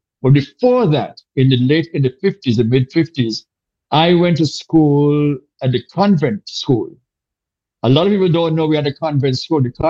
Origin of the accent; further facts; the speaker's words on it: Dominica; born there; also born or lived in Montserrat; A lot of people don't know that I wasn't born in Montserrat, I was born in Dominica. My mother's from Dominica.